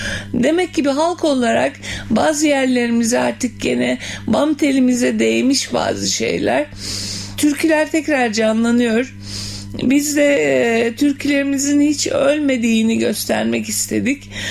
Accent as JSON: {"language": "Turkish", "town": "Ardahan", "region": "Ardahan Province", "country": "Turkey", "said": "Ardahanlıyım ben, Ardahan."}